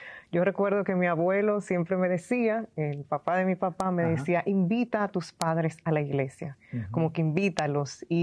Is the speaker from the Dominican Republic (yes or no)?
yes; Santo Domingo, Dominican Republic; born there; Se transmitía una Eucaristía desde la parroquia en la que yo me congregaba, parroquia Nuestra Señora de Fátima en mi país.